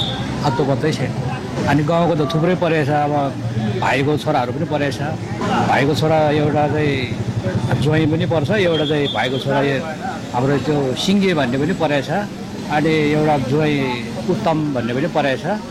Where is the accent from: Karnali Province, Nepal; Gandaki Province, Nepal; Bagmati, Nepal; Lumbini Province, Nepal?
Bagmati, Nepal; Kathmandu; म काठमाडौँबाट आएको